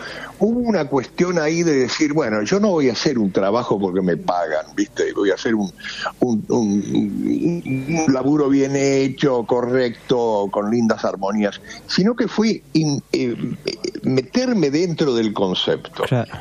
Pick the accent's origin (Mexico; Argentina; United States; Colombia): Argentina; Buenos Aires; born there; No soy tanguero, lo que pasa es que como nací en Buenos Aires